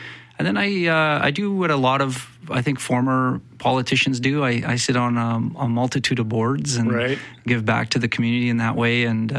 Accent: Winnipeg, Manitoba, Canada; Yeah, I was born in Winnipeg's North End. Actually, my dad raised me as a single father.

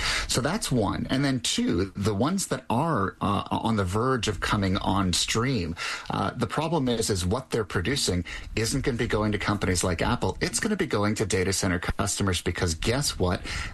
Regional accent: Canada; being Canadian.

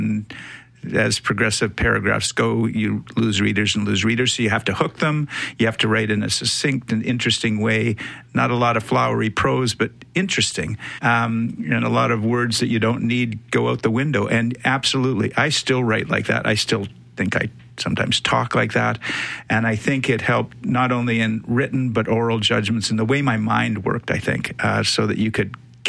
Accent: Saskatchewan, Canada; also born or lived in England; now in Winnipeg, Canada; I was born in England a long time ago. My parents went to the States and ultimately to Saskatchewan. And that's where I grew up.

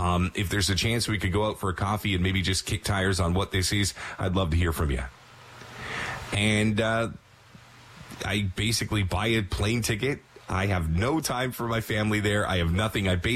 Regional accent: Toronto, Ontario, Canada; in a city as big as Toronto, which is my hometown, by the way, Scarborough, Morningside and Ellesmere represent

